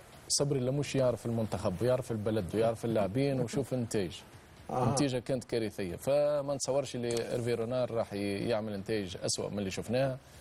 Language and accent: Arabic; Tunisia; وأنا شخصيا كتونسي